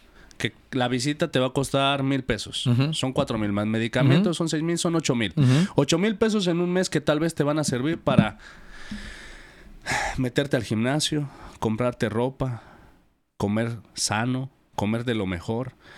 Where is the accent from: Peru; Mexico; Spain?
Mexico; Nuestra sociedad como mexicanos